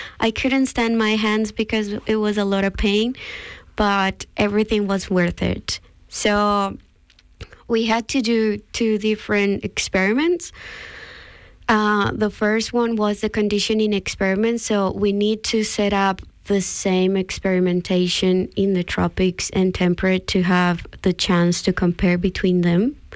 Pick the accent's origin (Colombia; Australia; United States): Colombia; I come from South America, and Colombia has a very big gap between like people in general.